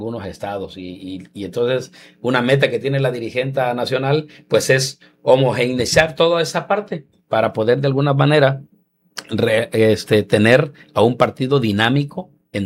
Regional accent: Jalpa de Méndez, Tabasco, Mexico; en el pueblo, ahí en Jalpa

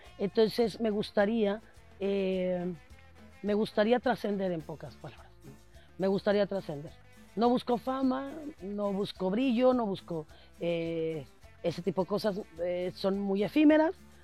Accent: Mexico; todo reconocimiento te permite darte cuenta como mexicano que...

